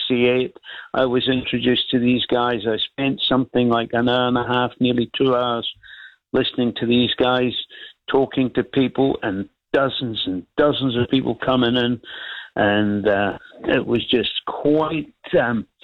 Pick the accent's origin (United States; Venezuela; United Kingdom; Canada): United Kingdom; Scotland; moved away as an adult; being Scottish and being brand new in the country